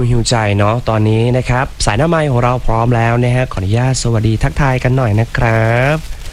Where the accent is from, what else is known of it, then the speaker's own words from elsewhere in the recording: Chaiyaphum, Thailand; โอ้คนบ้านเดียวกับผมเลยนะแต่ว่าผมเป็นคนชัยภูมิเนาะ